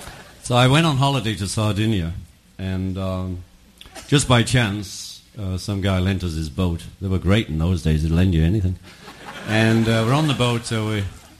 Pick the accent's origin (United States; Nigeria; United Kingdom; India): United Kingdom; Liverpool, North West England; We're from Liverpool